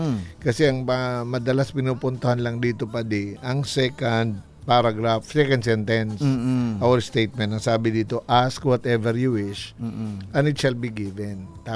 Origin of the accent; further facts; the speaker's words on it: Santo Domingo, Bicol Region, Philippines; Pero dito sa Legazpi at sa amin sa Santo Domingo talaga namang